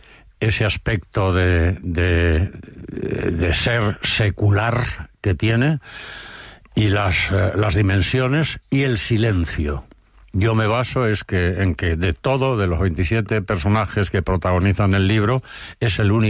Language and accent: Spanish; Spain; ¿es usted el español que lo traje? Sí, yo soy.